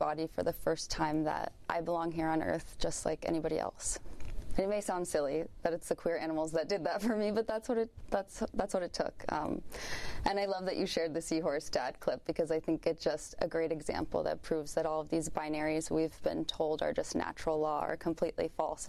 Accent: Texas, United States; I grew up in Texas being told that females are naturally inferior to males and that queerness is simply unnatural.

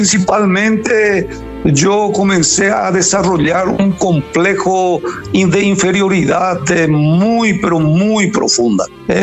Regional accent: Asunción, Paraguay; now in Brazil; Yo soy asunceno, nací en Asunción del Paraguay. Vengo de una familia disfuncional

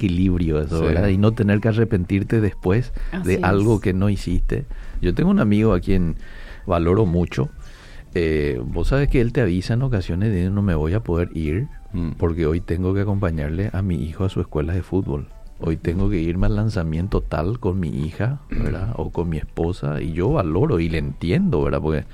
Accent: Paraguay; Estamos con emoción como paraguayos, porque después de 16 años, 16 años, vamos a volver a un mundial

